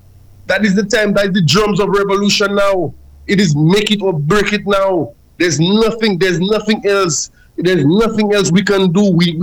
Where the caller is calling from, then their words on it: Castries, St. Lucia; I'm from Central Castries